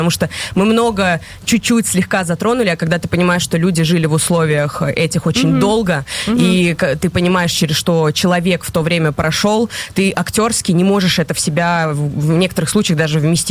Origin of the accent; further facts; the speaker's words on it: Syzran, Samara Oblast, Russia; now in Moscow, Russia; Я сама родом из Сызрани, когда было 9 мая, я всегда смотрела телевизор и очень хотела посмотреть вживую парад. И когда мама переехала в Москву, потом перевезла меня